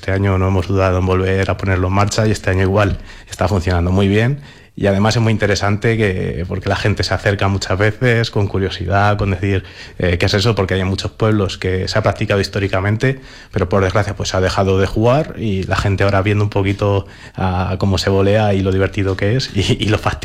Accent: Cuenca, Castilla-La Mancha, Spain; que es nuestro objetivo como cuenquenses

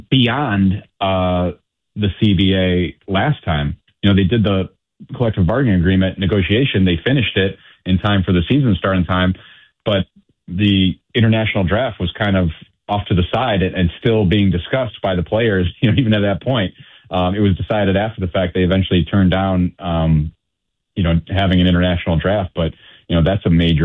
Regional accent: Cleveland, Ohio, United States; I come from a smaller market mentality. And I grew up in Cleveland

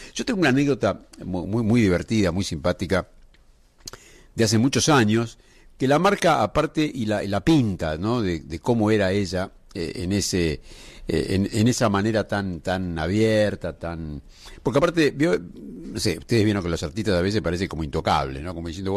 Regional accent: Argentina; soy de Argentina, de la radio de Argentina

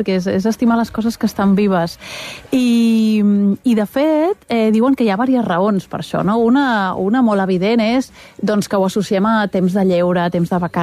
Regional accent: Barcelona, Catalonia, Spain; És a dir, jo he crescut a Barcelona, no? I per tant, doncs, era de les famílies que quan podia marxàvem d'excursió al Montseny, no?

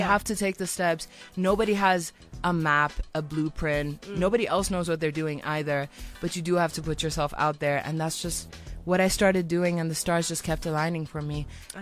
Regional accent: China; because I grew up in China and I came from an Iranian background, I was introduced to so many different like sonic worlds.

